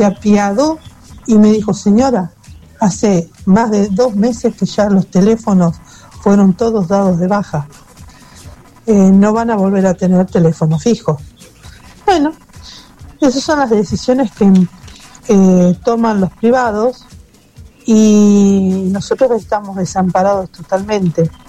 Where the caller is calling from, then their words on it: Roberts, Buenos Aires Province, Argentina; de Roberts.